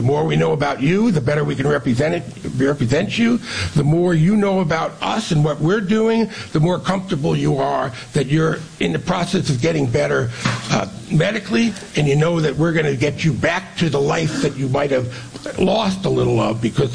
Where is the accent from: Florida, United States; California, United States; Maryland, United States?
Florida, United States; Fort Lauderdale; born there; also born or lived in New York/New Jersey area; now in Michigan, United States; We moved from the New York, New Jersey area down to Fort Lauderdale. He was transferred down to Florida.